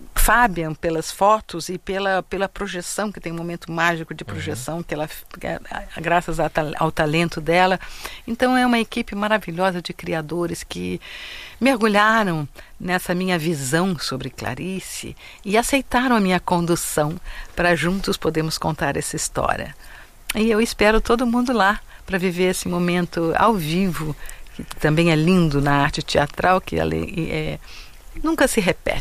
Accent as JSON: {"language": "Portuguese", "region": "São Paulo", "country": "Brazil", "tie": "born or raised there", "also_born_or_lived": "Rio de Janeiro / Curitiba", "said": "Sim, nasci no Rio de Janeiro, fui pequenininha para Curitiba, fiquei até 4 anos lá e vim para São Paulo. Então eu fiquei dos 5 aos 18 anos aqui em São Paulo."}